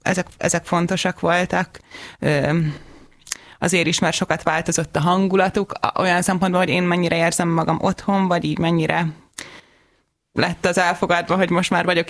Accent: Budapest, Hungary; tehát Újlipót városban nőttem föl, nekem egy ilyen elég nagy családom

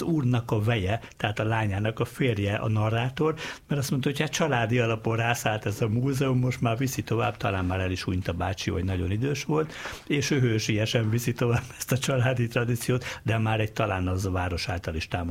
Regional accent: Dunaújváros, Fejér, Hungary; az én kis szülőfalum is, ugye Interszizadun újváros

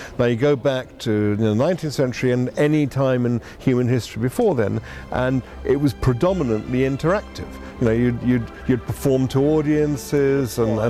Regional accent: United Kingdom; I'm British and we are pedantic.

